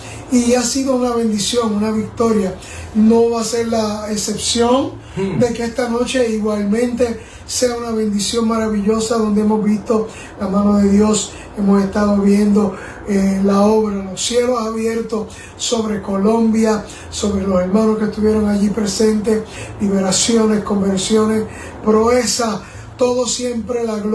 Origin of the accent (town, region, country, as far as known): Puerto Rico